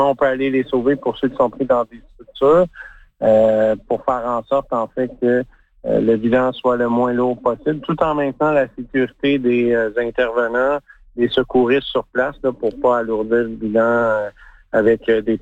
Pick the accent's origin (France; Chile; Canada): Canada; plus près de chez nous au Canada